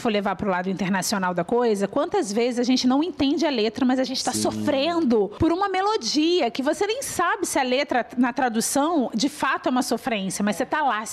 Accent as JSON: {"language": "Portuguese", "town": "Volta Redonda", "region": "Rio de Janeiro", "country": "Brazil", "tie": "born or raised there", "said": "eu sou de Volta Redonda, então eu ouvi muito rádio na vida"}